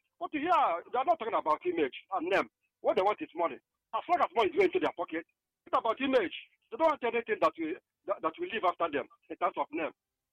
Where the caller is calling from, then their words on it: Anambra, Nigeria; I come from Bunka in Anambra State.